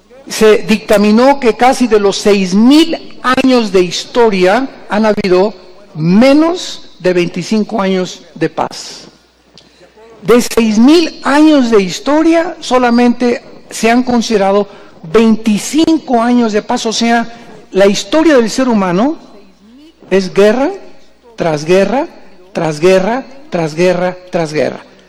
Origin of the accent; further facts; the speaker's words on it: Mexico